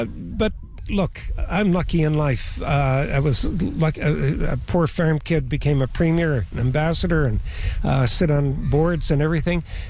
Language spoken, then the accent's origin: English; New Brunswick, Canada; I'm prouder to be Canadian even than being a New Brunswicker. I'm a Canadian first